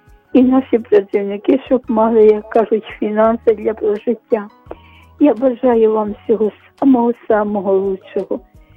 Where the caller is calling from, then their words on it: Kyiv, Ukraine; я з Оболоня, з Києва.